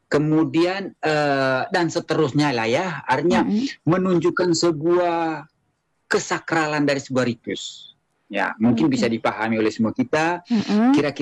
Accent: Manggarai, East Nusa Tenggara, Indonesia; kalau selaku orang Manggarai

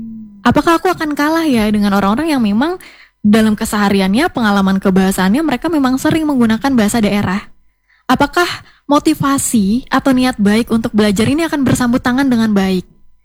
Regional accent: Palangkaraya, Central Kalimantan, Indonesia; moved away; Aku tuh lahir di Palangkaraya, asli Kalimantan Tengah. Tapi karena mungkin ada variabel-variabel tertentu seperti pendidikan, keluarga yang tidak menggunakan bahasa daerah full dan lain sebagainya, pengalaman kebahasaanku tuh terputus

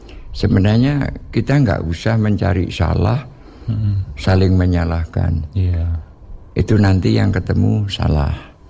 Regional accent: Tarakan, North Kalimantan, Indonesia; born there; also born or lived in Balikpapan / Bunyu; Saya lahir di Tarakan.

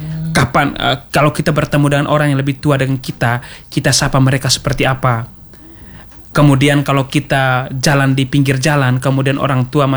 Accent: East Nusa Tenggara, Indonesia; now in Kupang, Indonesia; kami orang Sika

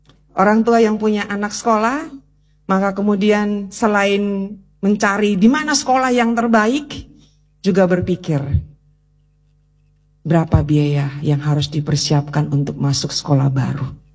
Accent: Singaraja, Bali, Indonesia; kami orang Singaraja gak belanja pakai dolar. Kami orang Singaraja gak main saham gitu loh.

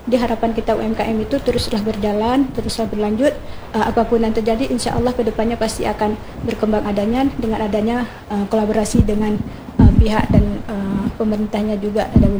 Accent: Aceh, Indonesia

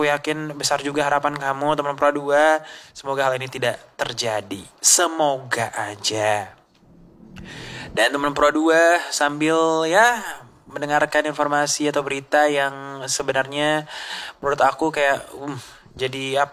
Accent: North Maluku, Indonesia; Kita sebagai orang Maluku Utara

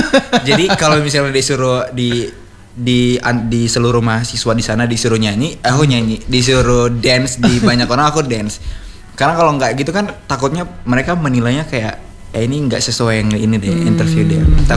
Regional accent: Rote, East Nusa Tenggara, Indonesia; kebetulan aku bawa kain dari daerah aku, dari Rote.

